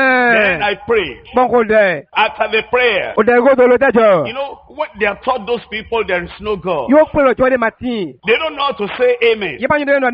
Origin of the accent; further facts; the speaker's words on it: Nigeria; I came from Nigeria, Africa.